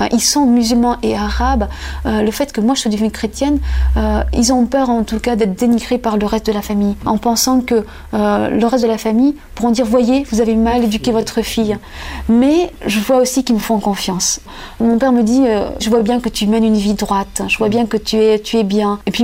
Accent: Algeria; Je peux dire que je suis algérienne, chrétienne et française aussi.

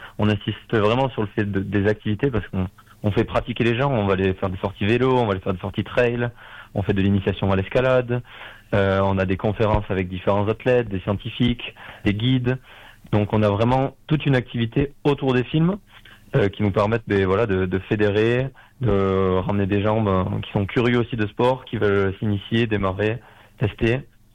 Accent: Bagnères-de-Bigorre, Occitanie, France; On est natifs de Bagnères tous les 3.

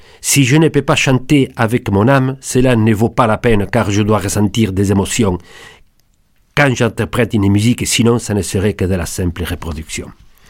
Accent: Barcelona, Catalonia, Spain; comme par exemple celle de ma ville natale, Barcelone, où Gaudí a créé des choses extraordinaires

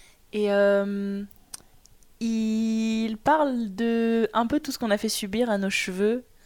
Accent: Guadeloupe; born there; Nous on est nés en Guadeloupe, et donc on a un métissage Guadeloupe et France.

